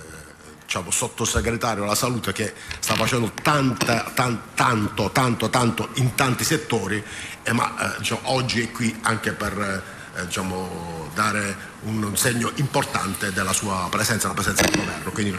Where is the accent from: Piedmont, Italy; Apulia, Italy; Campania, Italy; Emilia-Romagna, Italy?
Apulia, Italy; Bari; siamo di Bari